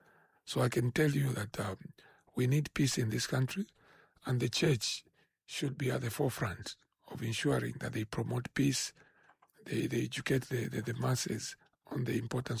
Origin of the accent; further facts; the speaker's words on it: Lusaka, Lusaka Province, Zambia; No, son of Chawama. I was raised in Chawama. I've been in Chawama throughout my life. My family moved to Chawama in 1978 when I was just 5 years old. So I've lived in Chawama all my life. I went to Chawama Primary School from grade 1 to grade 7.